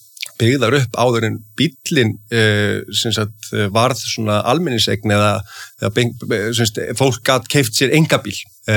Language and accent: Icelandic; Reykjavík, Capital Region, Iceland; ég er alinn upp í Breiðholtinu og þetta er allt frábær hverfi.